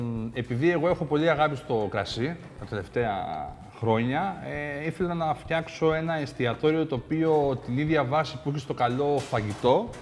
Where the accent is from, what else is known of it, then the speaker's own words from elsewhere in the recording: Corfu, Ionian Islands, Greece; now in Dafni, Athens, Greece; πάντα έμεινα στη Δάφνη, γιατί είμαι από την Κέρκυρα. Πόσα χρόνια είμαι στην Αθήνα, μένω εδώ.